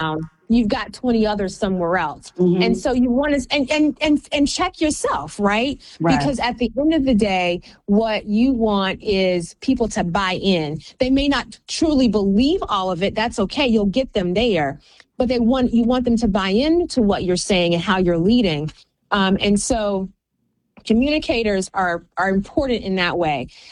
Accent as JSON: {"language": "English", "town": "Athens", "region": "Georgia", "country": "United States", "tie": "born or raised there"}